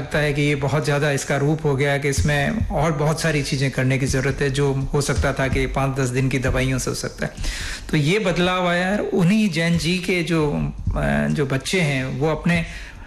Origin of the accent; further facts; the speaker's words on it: Rajasthan, India; first language Rajasthani; Hindi is a second language; मैं यहाँ राजस्थान से हूँ, भाषा मेरी राजस्थानी रही है